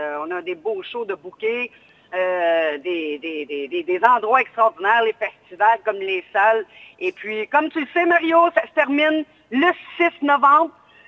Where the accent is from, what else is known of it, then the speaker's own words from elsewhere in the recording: Quebec, Canada; Puis mon cœur, c'est canadien. Je suis une Québécoise.